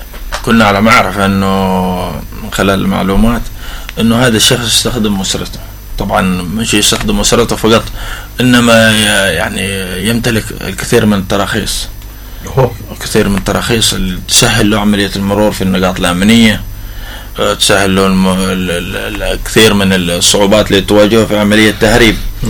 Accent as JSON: {"language": "Arabic", "region": "Hadhramaut", "country": "Yemen", "said": "نحن كمجتمع حضرمي تربينا على احترام العادات والتقاليد"}